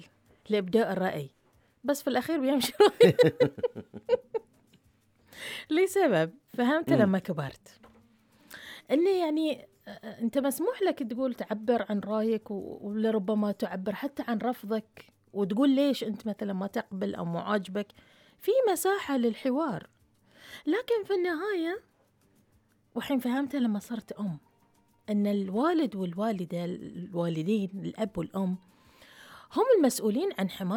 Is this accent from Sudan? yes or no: no; Riffa, Southern Governorate, Bahrain; فمولودة في الرفاع، ومسقط رأسي الرفاع، وعشق الرفاع، وأصل الرفاع، فعشت في الرفاع الشرقي تحديدا. عشت في هذه المنطقة المليئة بالحب، المليئة بالأصالة، الممزوجة بالبساطة.